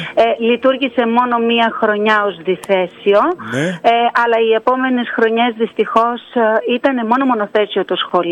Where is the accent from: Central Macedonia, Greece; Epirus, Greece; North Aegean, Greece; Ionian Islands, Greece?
Epirus, Greece; Kaletsi; Κατάγομαι από το Καλέτσι.